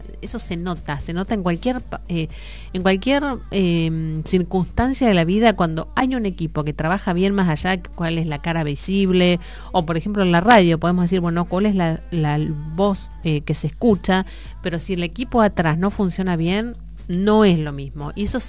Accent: Argentina; somos argentinos

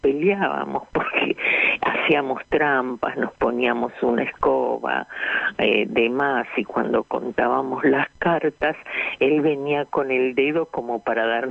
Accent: Mar del Plata, Buenos Aires Province, Argentina; el recuerdo es la infancia en Mar del Plata.

